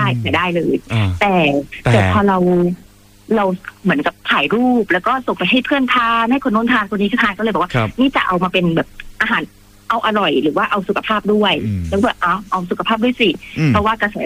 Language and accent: Thai; Phatthalung, Thailand; แต่เราเป็นสาวใต้เป็นสาวพัทลุง